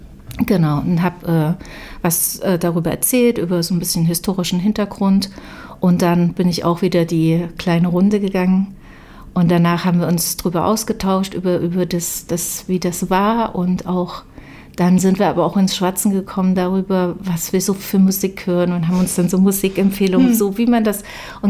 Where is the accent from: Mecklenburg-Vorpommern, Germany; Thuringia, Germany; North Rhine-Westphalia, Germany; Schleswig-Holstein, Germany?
Thuringia, Germany; Weimar; Ich komme ja aus Weimar, da ist das schon bekannt, einfach auch durch die Uni.